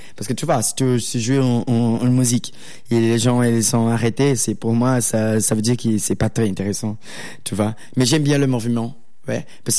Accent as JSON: {"language": "French", "region": "Rio de Janeiro", "country": "Brazil", "said": "on est carioca, on vient de Rio de Janeiro"}